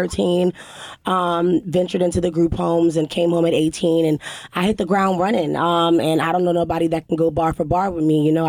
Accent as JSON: {"language": "English", "town": "Alexandria", "region": "Virginia", "country": "United States", "tie": "born or raised there", "also_born_or_lived": "Arlington, Virginia", "said": "So I was born in Arlington, Virginia, which is Northern Virginia, but I was raised in Alexandria. Dominican part-born female"}